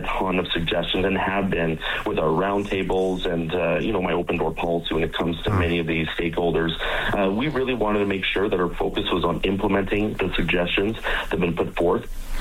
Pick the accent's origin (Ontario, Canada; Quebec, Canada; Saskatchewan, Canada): Saskatchewan, Canada; I mean, I grew up in another part of Canada. I grew up in Saskatchewan. I remember coming to Alberta in the late 90s with my family